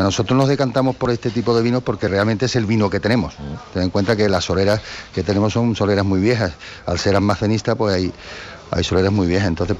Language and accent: Spanish; Jerez, Andalusia, Spain; es verdad que nosotros salimos de Jerez, y presumimos de jerezanía y presumimos de jerezano, pero luego aquí no nos queremos.